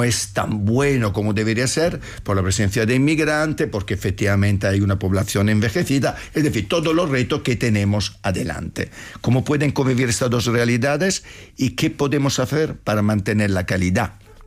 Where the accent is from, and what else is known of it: Italy; now in Spain